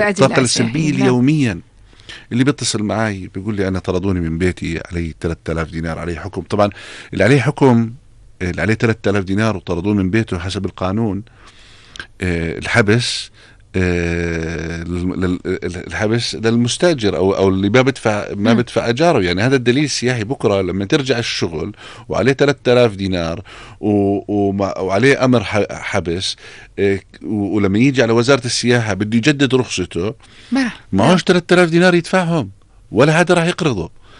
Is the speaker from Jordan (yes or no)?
yes; Jordan; احنا في الأردن